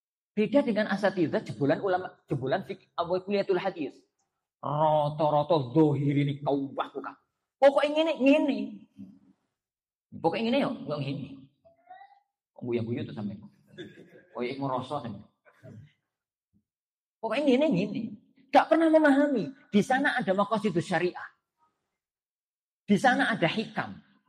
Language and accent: Indonesian; Java, Indonesia; Kita tuh orang Jawa ya, Wan.